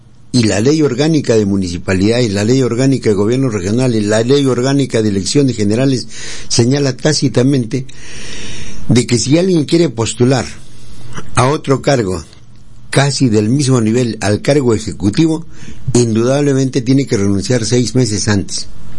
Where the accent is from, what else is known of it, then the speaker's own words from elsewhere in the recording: Tarata, Tacna, Peru; por Tarata, por mi tierra